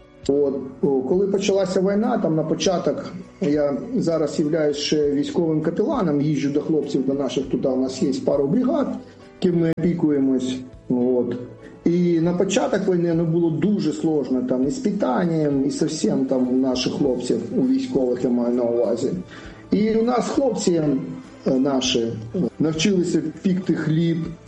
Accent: Crimea, Ukraine; born there; moved away; also born or lived in Donetsk / Kherson Oblast; а сам теж переселенець. Чого? Бо я народився в Криму

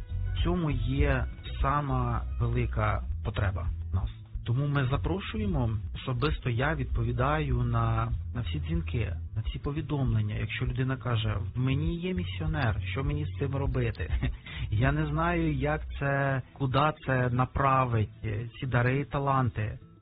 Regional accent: Bila Tserkva, Kyiv Oblast, Ukraine; Я з Білої церкви.

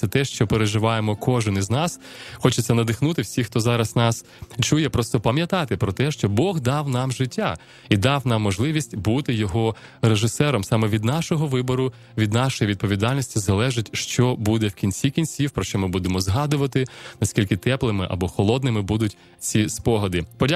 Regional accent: Enerhodar, Zaporizhzhia Oblast, Ukraine; Це моє рідне місто, до речі, я там народився.

